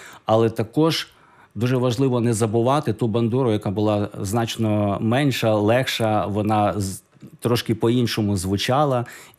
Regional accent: Kovel, Volyn Oblast, Ukraine; born there; Але мені ще було цікаво, що я от сам я народився в Ковелі.

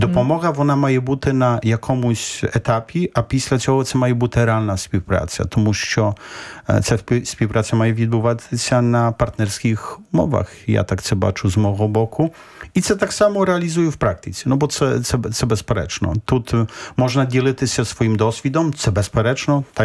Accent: Poland; ми, поляки

